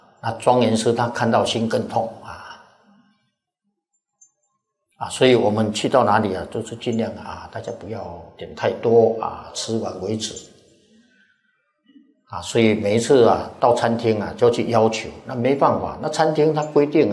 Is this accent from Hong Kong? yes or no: no; Taiwan; 所以带些钱来大陆啊，实在是很好用啊，蛮好用的啊，所以我还是很怀念那个时候啊，来些钱哇，我们是台湾来的啊。